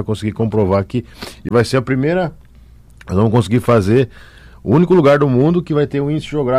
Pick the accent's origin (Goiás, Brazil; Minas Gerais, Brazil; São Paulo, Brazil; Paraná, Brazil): Paraná, Brazil; moved away as an adult; now in Roraima, Brazil; Eu sou do Paraná.